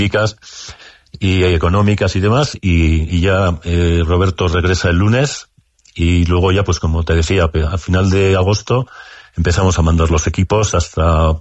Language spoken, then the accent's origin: Spanish; Basque Country, Spain; somos gente de Irún, de Fuenterrabía, de Guipúzcoa en general.